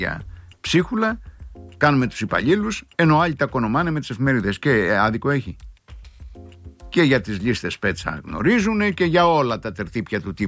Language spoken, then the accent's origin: Greek; Crete, Greece; όταν εγώ ζούσα στο χωριό μου, εκεί στα ορεινά της Κρήτης στο οροπέδιο, περνούσε κατά τις 3 η ώρα το λεωφορείο που ερχόταν από τη χώρα, δηλαδή από το Ηράκλειο